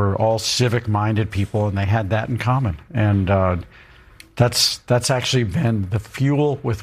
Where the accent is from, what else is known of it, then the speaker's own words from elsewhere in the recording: St. Louis, Missouri, United States; I got that probably from growing up in St. Louis. When I grew up there, we were as purple of a state.